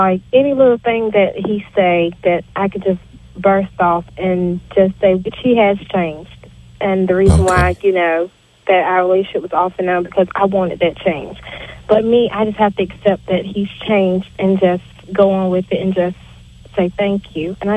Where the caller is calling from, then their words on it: Carolina, United States; I'm calling from Carolina.